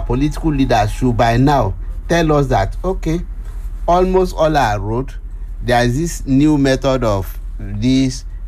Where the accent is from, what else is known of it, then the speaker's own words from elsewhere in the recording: Nigeria; as a Nigerian